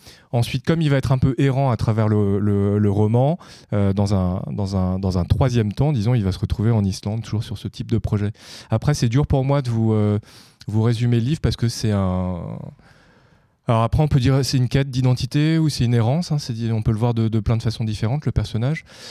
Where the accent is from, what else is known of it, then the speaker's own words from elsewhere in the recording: France; moved away as an adult; now in Montreal, Canada; je suis français d'origine coréenne, j'ai émigré au Québec il y a une dizaine d'années.